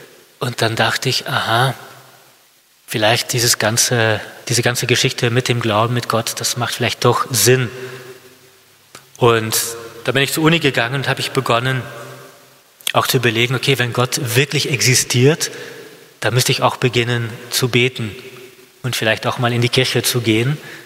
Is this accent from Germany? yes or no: no; Flanders, Belgium; first language French; German is a second language; moved away; Französisch, ehrlich, meine Muttersprache, aber ich bin in Flandern mit Flämisch aufgewachsen, auch in der Schule.